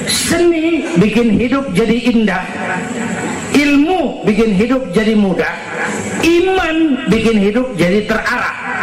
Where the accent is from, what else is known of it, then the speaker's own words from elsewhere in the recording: Petamburan, Jakarta, Indonesia; Tahun 50-an kita orang Petamburan kalau pergi haji ke Mekah 6 bulan.